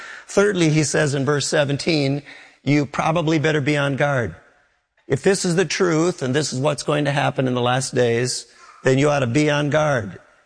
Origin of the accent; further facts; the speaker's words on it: Minneapolis, Minnesota, United States; from a dear man who I grew up with in Minneapolis.